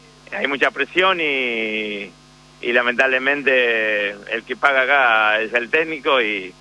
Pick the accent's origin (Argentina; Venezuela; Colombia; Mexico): Argentina; Villa Constitución, Santa Fe; now in Atlanta, United States; De Villa Constitución, pero vengo de Atlanta.